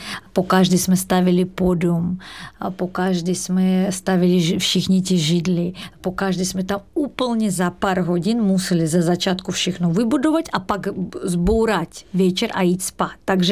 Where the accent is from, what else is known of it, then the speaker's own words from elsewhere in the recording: Russia; accent: Russian; Czech is a second language; now in Czech Republic; když někdo slyší můj ruský přízvuk